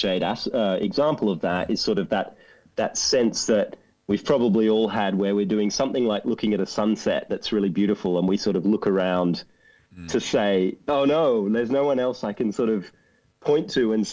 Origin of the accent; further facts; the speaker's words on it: Australia; born there; also born or lived in United Kingdom; growing up in Australia, or mainly in Australia in my case, I did spend some time in the UK as well.